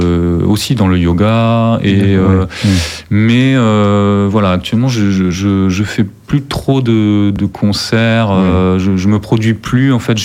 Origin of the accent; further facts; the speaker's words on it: Nérac, Nouvelle-Aquitaine, France; also born or lived in Bordeaux; now in Périgord, France; Je suis originaire du Lot-et-Garonne, de Nérac.